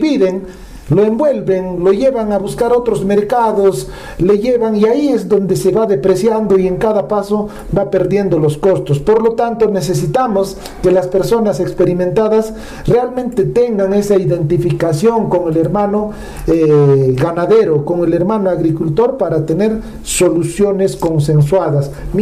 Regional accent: Apurímac, Peru; born there; Yo he nacido aquí en Apurímac, no soy de Lima, no vengo a engañarte. No soy de otras partes del Perú

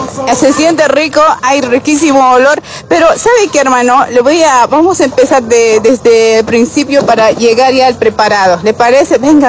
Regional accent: Bolivia; para los que somos de Potosí, de Oruro, a veces nos aplazamos en preparar.

